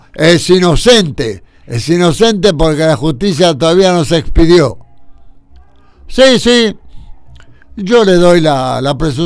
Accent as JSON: {"language": "Spanish", "country": "Argentina", "said": "En este país, en mi país"}